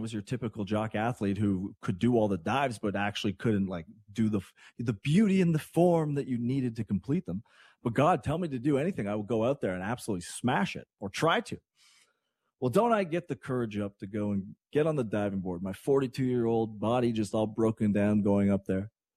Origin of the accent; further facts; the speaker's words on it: Hudson, Quebec, Canada; Hudson, Quebec. I'm back to my hometown. Did a very nice intro yesterday talking about all the people that come from a small town. Again, this town's, when I grew up, was like just over 2,000 people.